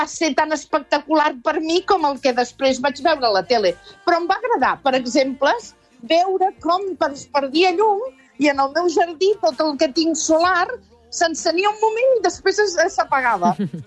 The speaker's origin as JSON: {"language": "Catalan", "region": "Catalonia", "country": "Spain", "said": "Jo sóc del Vallès, visc a Martorelles"}